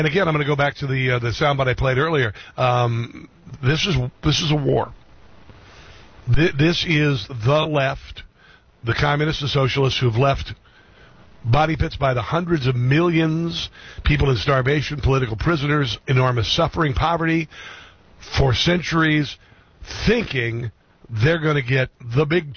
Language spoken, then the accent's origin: English; Iowa, United States; Or farmers in Iowa. I'm from Iowa.